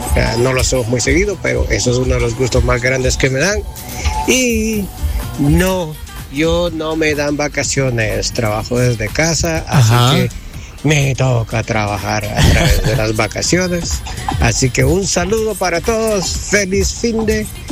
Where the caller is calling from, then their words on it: Chalchuapa, Santa Ana, El Salvador; Saludos, saludos desde la bella ciudad de Chalchuapa.